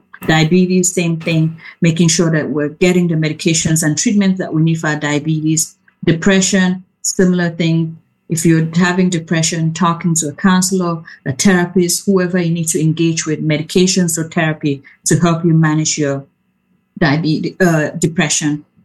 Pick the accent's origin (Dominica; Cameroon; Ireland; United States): Cameroon; I know I come from Cameroon and soccer is a big thing and a lot of heading of the ball.